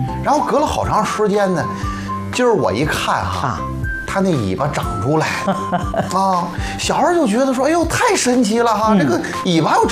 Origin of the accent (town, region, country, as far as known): Xuzhou, Jiangsu, China